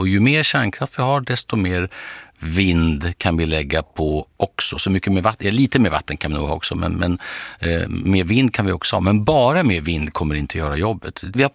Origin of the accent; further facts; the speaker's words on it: Lund, Skåne, Sweden; born there; Ja, min födelsestad.